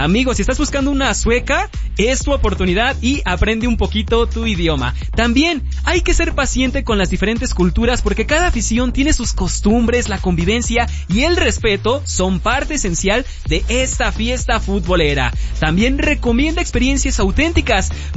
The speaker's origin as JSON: {"language": "Spanish", "country": "Mexico", "said": "somos todos los mexicanos"}